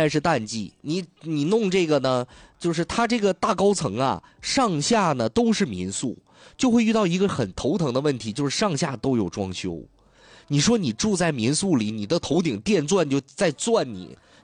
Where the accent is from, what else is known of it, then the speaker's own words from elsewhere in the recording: Dalian, Liaoning, China; 作为一个大连人啊